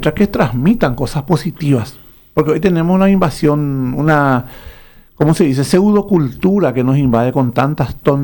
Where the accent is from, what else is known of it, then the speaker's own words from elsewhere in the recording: Paraguay; parte de nuestra cultura en Paraguay.